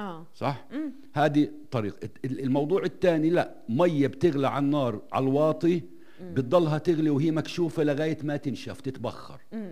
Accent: Palestine

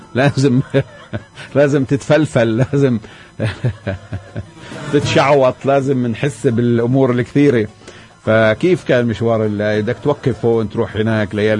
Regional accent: Palestine; أنه إحنا كفلسطينيين تعاملنا مع المستوطنات وعملنا في المستوطنات وفي شق الطرقات

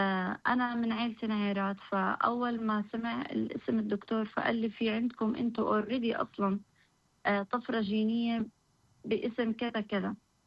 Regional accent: West Bank, Palestine; عندنا بالضفة

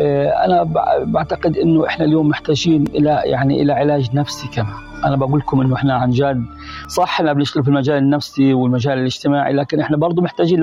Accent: Gaza Strip, Palestine; إحنا كفلسطينيين اليوم في غزة إحنا مدمرين نفسيا، مدمرين اجتماعيا، مدمرين اقتصاديا.

